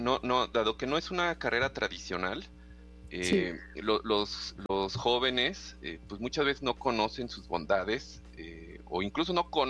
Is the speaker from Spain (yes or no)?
no; Nezahualcóyotl, State of Mexico, Mexico; yo crecí en Valle de Aragón, que es una está en el municipio de Nezahualcóyotl, de Estado de México.